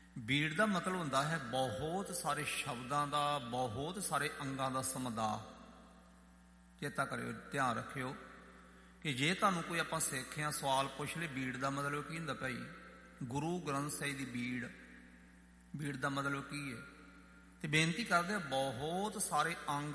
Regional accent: Punjab, India; ਇਹਨਾਂ ਦਾ ਭੂਰੇ ਕੋਨੇ ਮੇਰਾ ਪਿੰਡ ਝਾਮਕਾ ਮਾਣੋ ਚਾਲ, ਅਤੇ ਸਾਡੇ ਤੋਂ ਕੋਈ 10 ਕਿਲੋਮੀਟਰ 'ਤੇ ਝਬਾਲ, ਅਤੇ ਝਬਾਲ ਤੋਂ 1 ਕਿਲੋਮੀਟਰ ਅੱਗੇ ਬਾਬਾ ਬੁੱਢਾ ਸਾਹਿਬ ਦੀ ਬੀੜ।

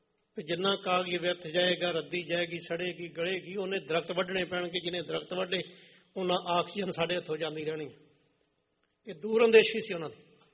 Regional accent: Bhogpur, Punjab, India; ਅਸੀਂ ਖੁਦ ਪੀਤਾ ਹੈ। ਭੋਗਪੁਰ ਮੇਰਾ ਇਲਾਕਾ ਹੈ ਅਤੇ ਪਾਣੀ ਬੜਾ ਸੀ, ਬਰਸਾਤਾਂ 'ਚ ਖੂਹਾਂ ਵਿੱਚੋਂ ਪਾਣੀ ਵਗਣ ਲੱਗ ਪੈਂਦਾ ਸੀ

